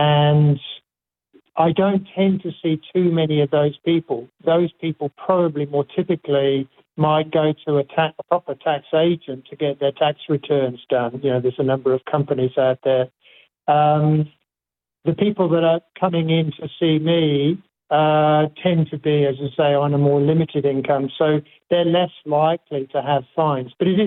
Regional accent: Australia; the onus is on each of us as Australian citizens and therefore as taxpayers to do the right thing

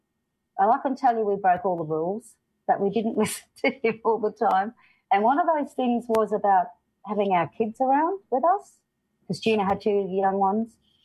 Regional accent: Mabantua, Northern Territory, Australia; we're from Mabantua

